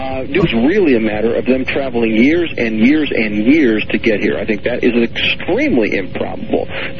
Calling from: Portland, United States; in Portland.

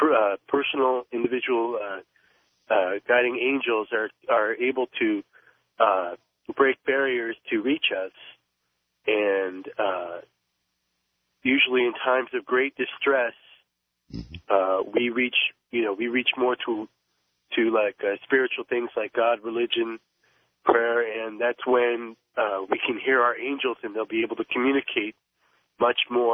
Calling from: Las Vegas, Nevada, United States; I'm calling from Las Vegas, Nevada.

